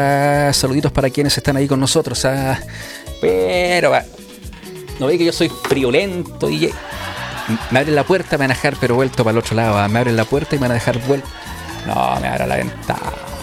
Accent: Los Lagos, Chile; born there; yo nací en Chanquiahue

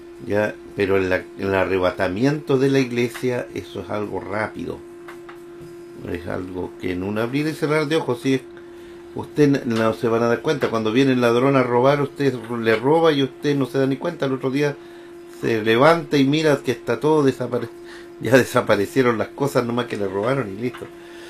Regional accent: Chile; nosotros somos el país de Chile

